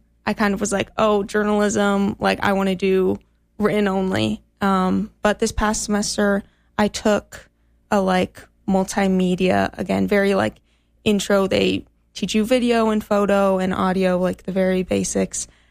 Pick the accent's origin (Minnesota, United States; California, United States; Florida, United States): Minnesota, United States; East Grand Forks; now in Grand Rapids, United States; I'm originally from East Grand Forks, so I'm used to the smaller town, northern Minnesota, and I knew there were actually trees here, so I was excited for that.